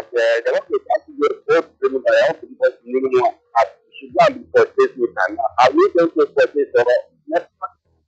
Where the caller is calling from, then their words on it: Abuja, Federal Capital Territory, Nigeria; I'm from Sweden, Abuja.